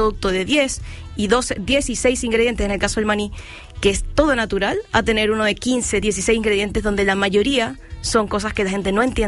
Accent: Chile

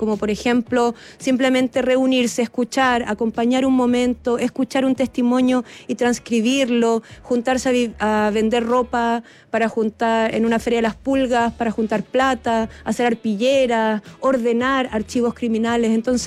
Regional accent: Chiloé, Los Lagos, Chile; also born or lived in Santiago; Yo soy chilota.

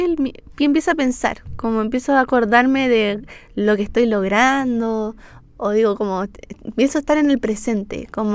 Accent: Viña del Mar, Valparaíso, Chile; now in Santiago, Chile; como soy de Viña, yo, bueno, siempre he bailado

